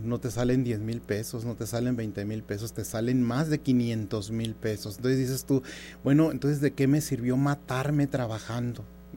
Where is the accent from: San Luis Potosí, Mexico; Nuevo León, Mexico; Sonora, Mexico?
Sonora, Mexico; Nogales; soy nativo de aquí en Nogales